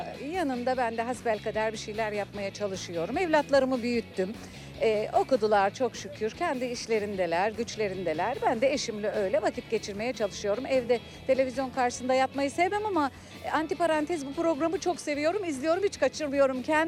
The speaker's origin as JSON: {"language": "Turkish", "town": "Sarıyer", "region": "Istanbul", "country": "Turkey", "tie": "born there", "said": "Sarıyer. Anneanne, babaanne hep Sarıyer, Rumeli Feneri köyünde doğduk. Köyümüz uzakta köyümüz yok. Bizim köyümüz Sarıyer, Rumeli Feneri köyü."}